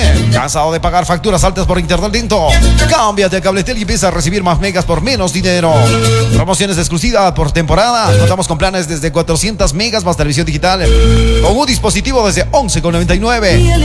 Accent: Ecuador; soy ecuatoriano. Acá desde los Andes quiero representar al Ecuador

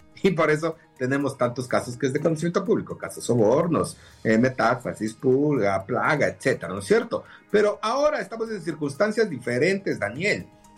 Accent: Ecuador; nosotros como sociedad ecuatoriana

